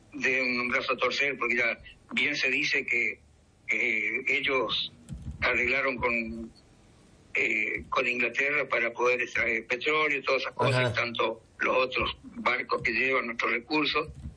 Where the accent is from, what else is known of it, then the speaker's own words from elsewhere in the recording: Argentina; estoy hablando como combatiente y como como argentino.